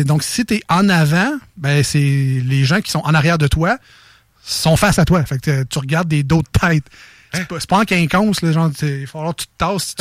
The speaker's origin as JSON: {"language": "French", "town": "Quebec City", "region": "Quebec", "country": "Canada", "said": "je viens pas de Drummondville, je viens pas de Victo, je suis Québec."}